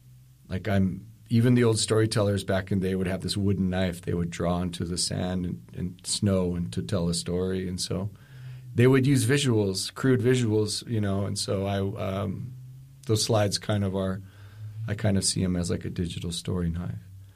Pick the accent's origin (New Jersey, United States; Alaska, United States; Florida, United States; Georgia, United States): Alaska, United States; Kotzebue; now in Anchorage, United States; I'm born and raised in Kotzebue. I've lived in Anchorage for about 30 years now